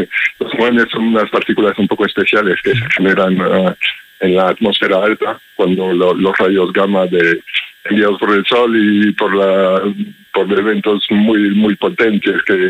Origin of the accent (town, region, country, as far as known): Belgium; Spanish is a second language